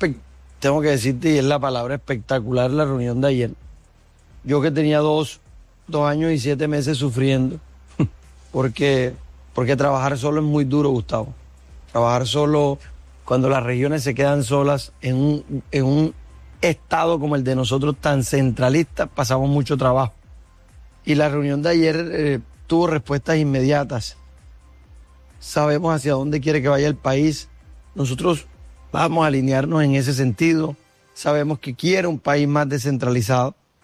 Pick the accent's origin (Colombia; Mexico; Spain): Colombia; Magangué, Bolívar; yo nací en Magangué. Magangué es el pueblo de mis amores. Yo nací allá, crecí allá, estudié allá, crecí siendo amigo de los mototaxistas, por ejemplo.